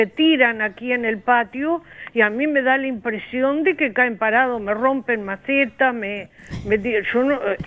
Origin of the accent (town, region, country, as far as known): Canelones, Uruguay